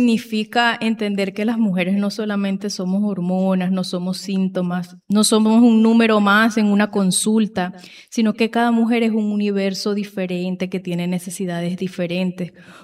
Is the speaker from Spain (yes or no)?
no; San Juan del Cesar, Cesar, Colombia; traer este mensaje a San Juan, a mi tierra